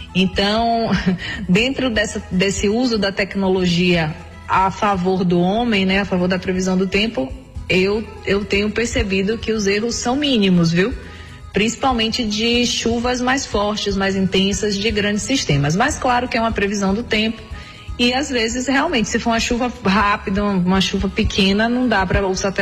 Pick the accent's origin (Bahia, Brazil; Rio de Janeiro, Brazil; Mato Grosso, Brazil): Bahia, Brazil; Salvador; Eu me formei em Juazeiro da Bahia, mas eu sou de Salvador.